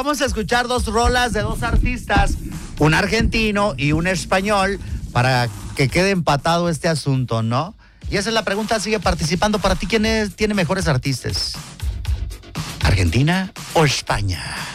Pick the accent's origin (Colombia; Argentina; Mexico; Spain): Mexico; los mexicanos en su mayoría no somos así